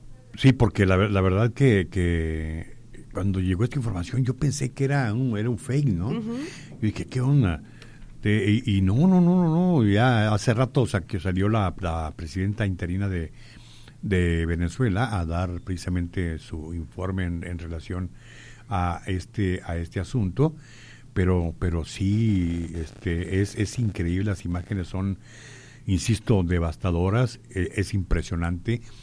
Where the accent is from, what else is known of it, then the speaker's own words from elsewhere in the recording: Mexico; Pero México en particular, nuestro país, tiene muchos venezolanos.